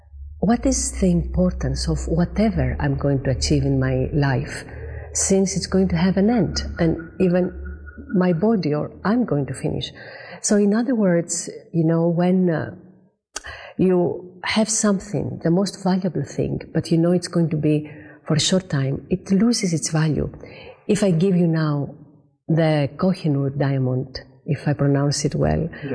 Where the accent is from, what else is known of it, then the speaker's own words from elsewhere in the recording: Greece; Actually, I mentioned that I am from Greece because Greece is an ancient country